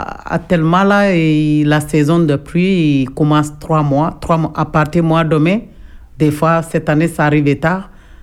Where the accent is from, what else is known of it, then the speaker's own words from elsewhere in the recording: Ziguinchor, Senegal; now in France; Je suis originaire de Casamance, département de Oussouy, à côté Cap Serine.